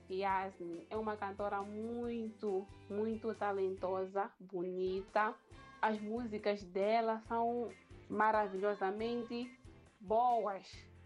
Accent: Inhambane, Mozambique; Ah, eu sou da cidade de Inhambane, bairro Moelé 1.

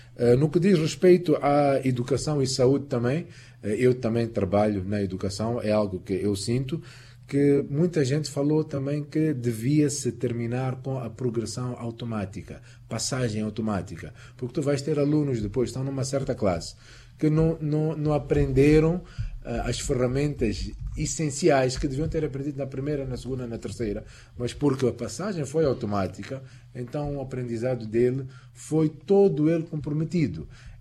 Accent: Mozambique

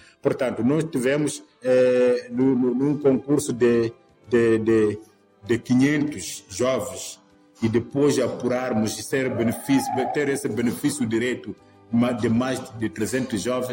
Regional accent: Mozambique

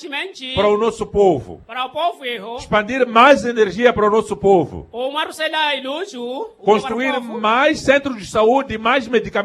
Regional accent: Mozambique; todos nós como moçambicanos

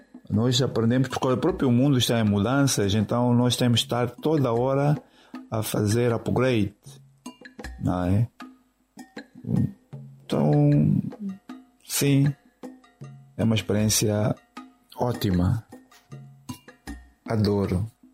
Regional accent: Mozambique; now in United Kingdom; E sendo moçambicano

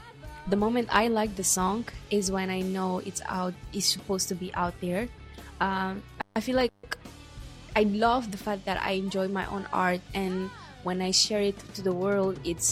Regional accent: Mozambique; now in Warsaw, Poland; I am from Mozambique and I'm a singer-songwriter living in Warsaw, Poland.

